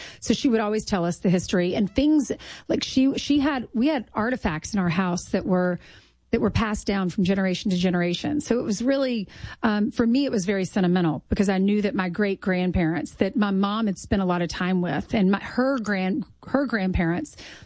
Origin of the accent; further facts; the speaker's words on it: South Carolina, United States; And in school, I remember I grew up in South Carolina, and we would go to the battle at Cowpens.